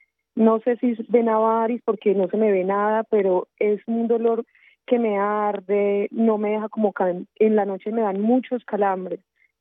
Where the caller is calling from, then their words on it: Ibagué, Tolima, Colombia; Estoy llamando por acá de Ibagué.